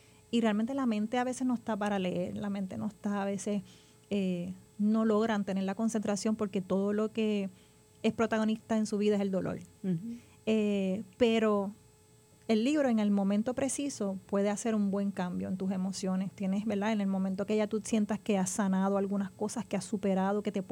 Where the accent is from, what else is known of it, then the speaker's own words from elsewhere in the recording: Salinas, Puerto Rico; moved away as an adult; yo termino de vivir en el área metro, yo soy de Salinas, de vivir en el área metro, estudiando, haciendo la maestría y trabajando, tengo que regresar